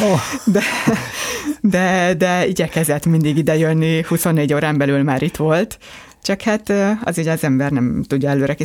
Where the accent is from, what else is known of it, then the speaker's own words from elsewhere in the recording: Dunaharaszti, Pest, Hungary; also born or lived in Budapest; Én Budapesten születtem, de igen, Dunaharasztiak